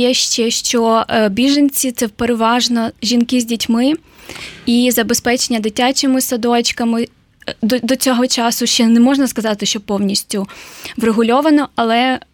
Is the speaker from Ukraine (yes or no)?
yes; Ukraine; So, als Ukrainer, wir bedanken uns bei Ihnen und bei Darmstadt und bei Deutschland für die Unterstützung.